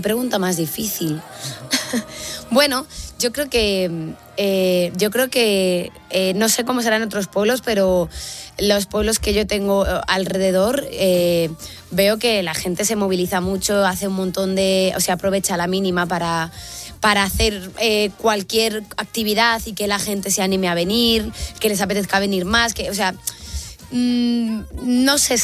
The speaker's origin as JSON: {"language": "Spanish", "region": "Castile and León", "country": "Spain", "said": "Mi pueblo está en Meganzones."}